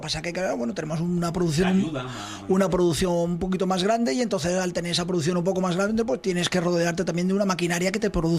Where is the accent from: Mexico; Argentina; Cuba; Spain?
Spain; accent: Extremaduran; Bueno, tengo acento extremeño y acento valenciano, los dos.